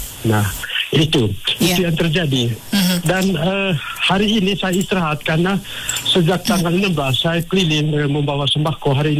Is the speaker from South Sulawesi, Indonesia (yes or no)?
no; Manggarai, East Nusa Tenggara, Indonesia; now in Jakarta, Indonesia; saya kan orang Manggarai juga, tapi lama di Jakarta